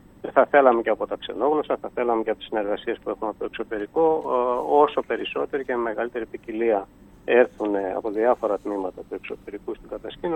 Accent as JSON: {"language": "Greek", "region": "Northern Greece", "country": "Greece", "said": "Για εμάς που είμαστε εδώ από τη Βόρεια Ελλάδα και ξέρουμε την περιοχή, καταλαβαίνουμε ότι είναι μια μαγική τοποθεσία."}